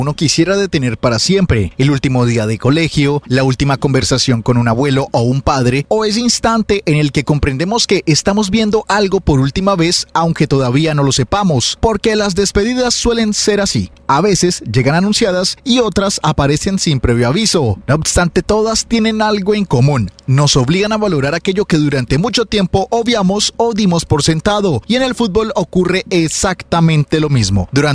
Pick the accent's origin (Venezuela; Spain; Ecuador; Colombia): Colombia